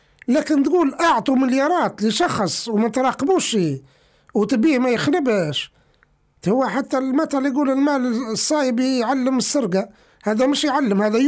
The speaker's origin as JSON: {"language": "Arabic", "country": "Libya", "said": "حتى أنا ليبي عايش في ليبيا"}